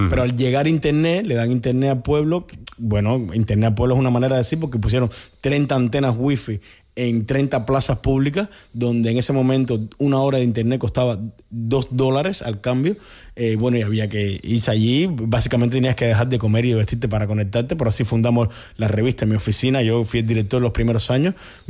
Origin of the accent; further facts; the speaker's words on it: Cuba; como buen cubano, y como te puedes dar cuenta, cuando entré a la universidad me como toda la CR, todas las S, hablo rápido, me trastabillo